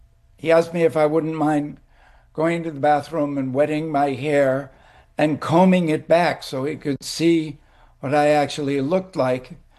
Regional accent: East Coast, United States; I grew up on the East Coast, and my mother was from a nice Boston family and my father was from England.

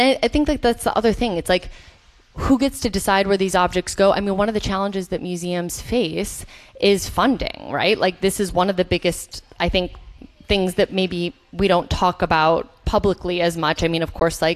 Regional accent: Chicago, Illinois, United States; so I'm from Chicago originally. I came to undergrad at Tufts in 2006

